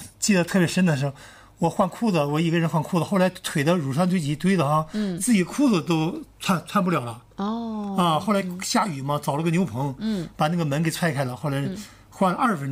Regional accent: China; 别人都说我是疯子，是全世界人没有干的事情，我们中国人干了吗？

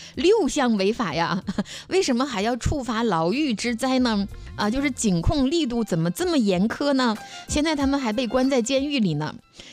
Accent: Dalian, Liaoning, China; 我是大连人啊

